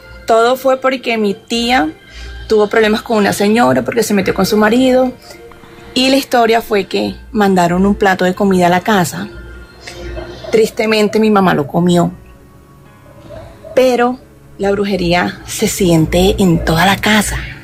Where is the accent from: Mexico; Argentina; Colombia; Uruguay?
Colombia; Barranquilla, Atlántico; yo desde pequeña, yo soy de Barranquilla.